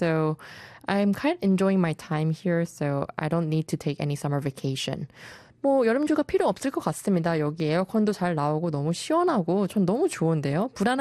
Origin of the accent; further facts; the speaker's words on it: New Zealand; I grew up in a country that's filled with good nature. I grew up in New Zealand, but while I was there, I really took that for granted.